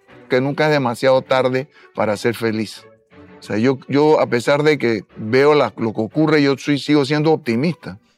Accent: Panama; moved away as an adult; Nací en Panamá el 16 de julio de 1948.

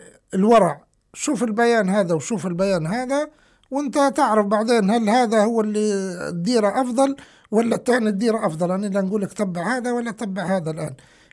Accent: Libya

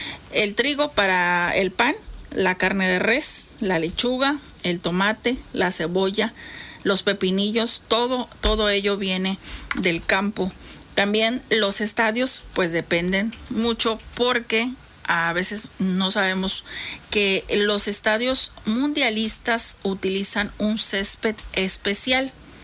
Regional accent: Mexico; En nuestro país, México

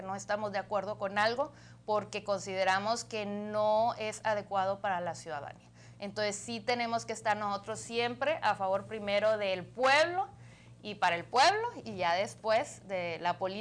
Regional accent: fifth district, Tamaulipas, Mexico; aquí por ejemplo en el quinto distrito, pues es un distrito en el que además de ser mi casa, donde yo nací, he crecido y quiero y amo con todo mi corazón

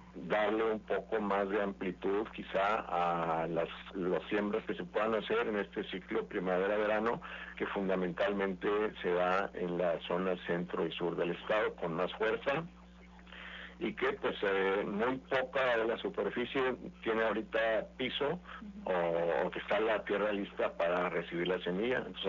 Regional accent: Mexico; están como los mexicanos cuando queremos brincar a Estados Unidos de manera ilegal

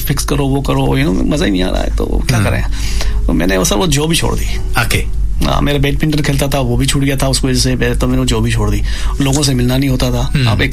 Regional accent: Rajasthan, India; accent: Indian; also born or lived in New Zealand; now in Australia; मैं तो राजस्थान से हूँ, मारवाड़ी मारवाड़ी खून है

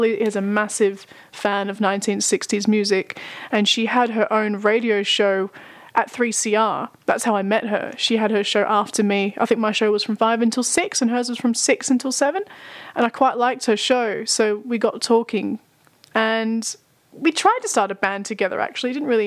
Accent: Melbourne, Victoria, Australia; a band from Melbourne, my hometown.

